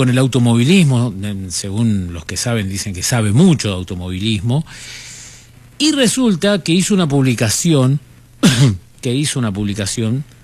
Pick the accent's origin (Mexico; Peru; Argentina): Argentina; creo que nos tenemos que quedar como argentinos con eso.